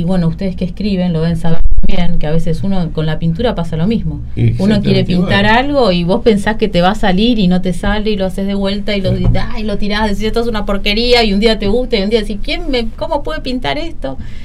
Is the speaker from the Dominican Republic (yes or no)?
no; General Rodríguez, Buenos Aires Province, Argentina; soy artista plástica de General Rodríguez